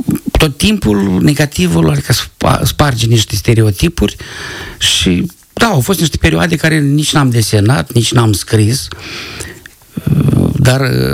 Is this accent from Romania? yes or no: no; Călărași, Călărași District, Moldova; moved away; Eu spuneam că sunt de la Călăraș și ei credeau că sunt de la Dunăre. Și în anul 4, păi … tu și ești de Republica Moldova? Zic, da.